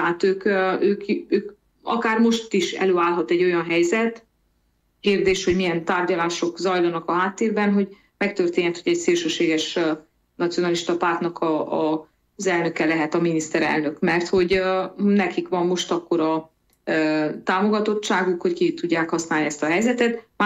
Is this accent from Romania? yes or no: yes; Transylvania, Romania